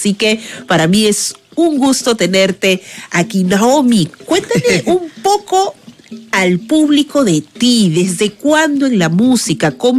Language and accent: Spanish; Peru